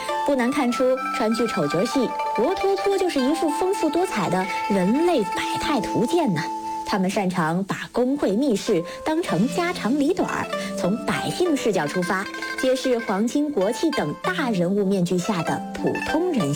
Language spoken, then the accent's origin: Chinese; Sichuan, China